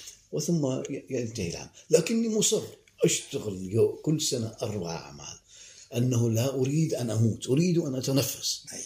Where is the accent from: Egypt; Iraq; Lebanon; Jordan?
Iraq; يعني أنا أذهب كعراقي من أصل عراقي.